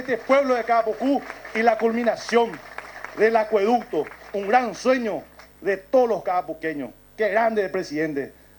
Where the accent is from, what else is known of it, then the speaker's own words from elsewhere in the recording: Paraguay; que también son paraguayas, que también somos paraguayos